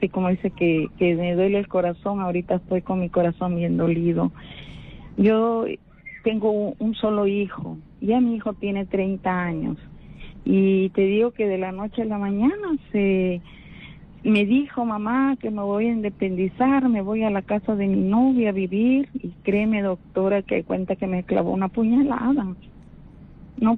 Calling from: Sullana, Piura, Peru; Soy la de Sullana

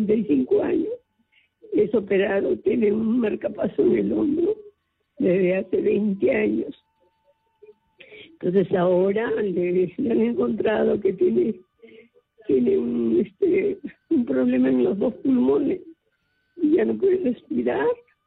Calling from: Callao, Peru; Mi amor, del Callao.

